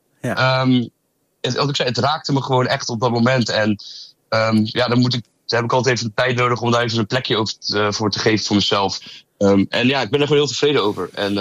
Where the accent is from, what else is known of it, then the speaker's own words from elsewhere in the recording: Rotterdam, South Holland, Netherlands; also born or lived in Ridderkerk; Ja, ik kom uit Rotterdam. Ik ben geboren in Ridderkerk. En ik in mijn vast leven ben ik eigenlijk altijd in Rotterdam geweest, opgegroeid.